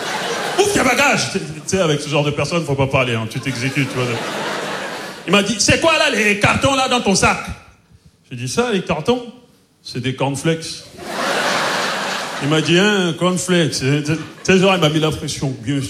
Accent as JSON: {"language": "French", "country": "Cameroon", "lives_now": "France", "said": "Malheureusement, j'ai pas pu aller dans mon pays d'origine, au Cameroun. Non, c'est compliqué pour moi d'aller au Cameroun."}